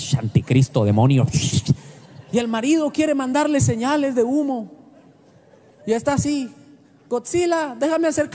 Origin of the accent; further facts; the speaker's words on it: Colombia; born there; de donde yo nací, por allá de los campos de Colombia, mi abuelo no era tierno con mi abuela.